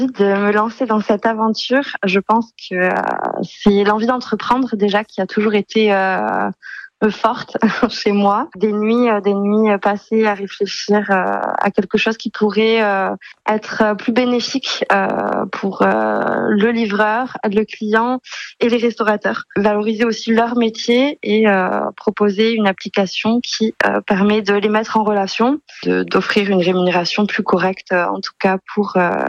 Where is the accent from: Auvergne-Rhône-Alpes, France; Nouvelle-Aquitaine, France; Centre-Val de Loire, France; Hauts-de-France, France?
Nouvelle-Aquitaine, France; Pau; now in Mont-de-Marsan, France; moi, je vis sur Mont-de-Marsan. Je suis originaire de Pau, une paloise.